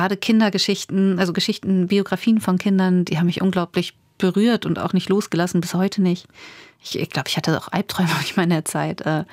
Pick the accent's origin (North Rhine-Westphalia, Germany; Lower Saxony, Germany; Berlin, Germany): Lower Saxony, Germany; Oldenburg; moved away; meine eigene Erinnerung zu meiner Kindheit und Jugend in Oldenburg